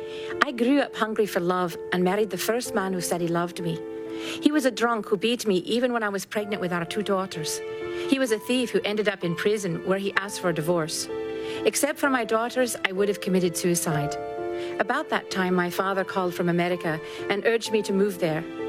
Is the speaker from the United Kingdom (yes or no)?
yes; Scotland, United Kingdom; I was born and raised in Scotland.